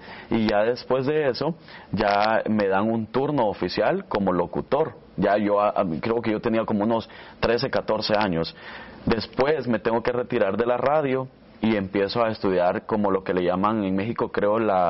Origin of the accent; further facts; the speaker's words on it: Nueva Concepción, Chalatenango, El Salvador; now in United States; Soy originario de la Nueva Concepción, Chalatenango, en El Salvador.